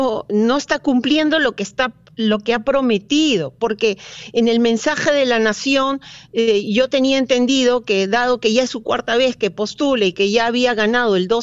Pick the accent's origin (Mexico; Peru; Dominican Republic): Peru; realmente no quisiera que pasara esto en mi país.